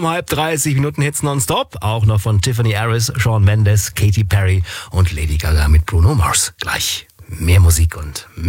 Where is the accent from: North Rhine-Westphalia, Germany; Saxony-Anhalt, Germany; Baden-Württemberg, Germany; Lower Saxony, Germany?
North Rhine-Westphalia, Germany; Düsseldorf; moved away; Ravensburg gegen meine alte Heimat Düsseldorf zum Beispiel heute Abend.